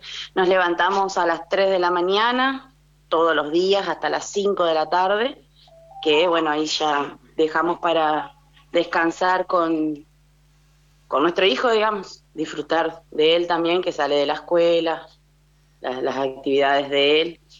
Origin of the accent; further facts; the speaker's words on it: San Gustavo, Entre Ríos, Argentina; No, nosotros somos oriundos de San Gustavo, que es un pueblito muy chiquito.